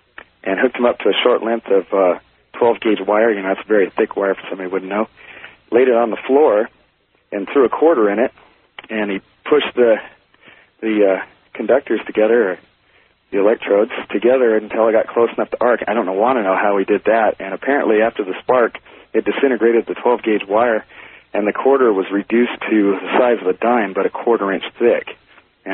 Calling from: Redmond, Washington, United States; in Redmond, Washington.

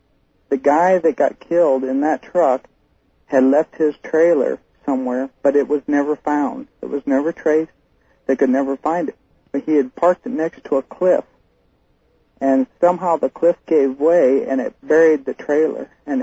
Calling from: Fairbanks, Alaska, United States

